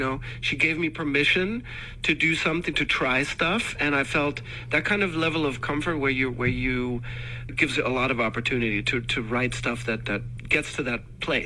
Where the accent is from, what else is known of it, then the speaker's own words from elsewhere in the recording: Johannesburg, Gauteng, South Africa; born there; moved away; also born or lived in Germany; I grew up in South Africa and I was a Boy Scout in South Africa